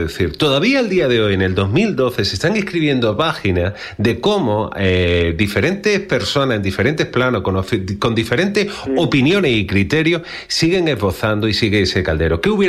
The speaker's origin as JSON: {"language": "Spanish", "area": "Málaga", "region": "Andalusia", "country": "Spain", "said": "yo siendo malagueño"}